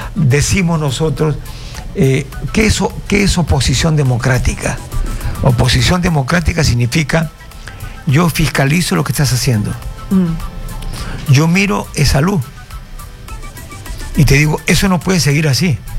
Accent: Peru; also born or lived in Mexico; Pero éramos peruanos y nos juntábamos a conversar.

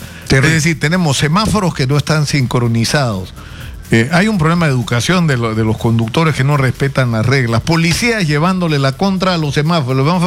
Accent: Peru; los ciudadanos nos comportamos de manera, los conductores peruanos

